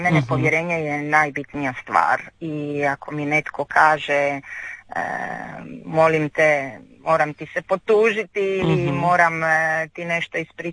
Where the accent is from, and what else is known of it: Croatia